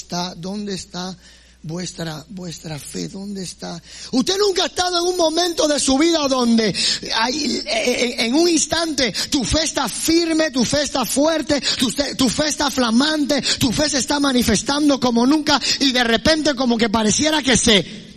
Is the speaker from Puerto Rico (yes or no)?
yes; Puerto Rico; Yo soy de Puerto Rico